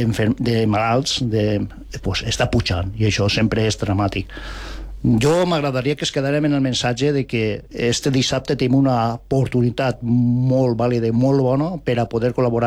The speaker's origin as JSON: {"language": "Catalan", "town": "Ontinyent", "region": "Valencian Community", "country": "Spain", "said": "Yecla és on van néixer els meus pares, en Yecla van néixer els meus pares, i el Ontinyent és el club del meu poble, el meu club."}